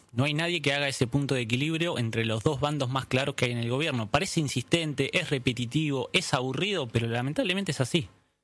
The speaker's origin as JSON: {"language": "Spanish", "region": "Buenos Aires Province", "country": "Argentina", "said": "Yo soy del interior de la provincia de Buenos Aires."}